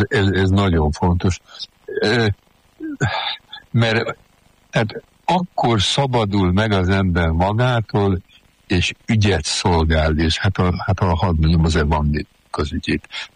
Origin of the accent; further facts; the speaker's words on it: Sopron, Győr-Moson-Sopron, Hungary; de hát én soproni vagyok, és volt nekünk a 16-17. Században egy kiváló humanista polgármesterünk, Lakner Kristóf.